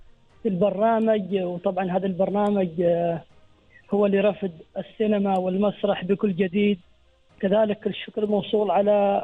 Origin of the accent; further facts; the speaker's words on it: Oman; عندنا في سلطنة عمان من الأزل عندنا نوعين, عندنا نقوش قديمة وعندنا كتابات عمانية قديمة.